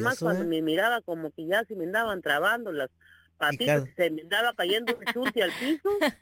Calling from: Michoacán, Mexico; El hijo de Michoacán, donde yo soy, de San Martín de los Burres.

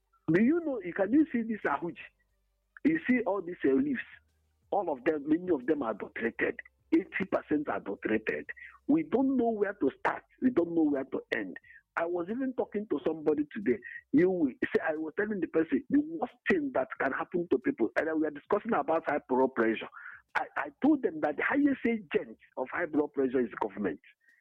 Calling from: Enugu, Enugu State, Nigeria; I'm calling from Enugu.

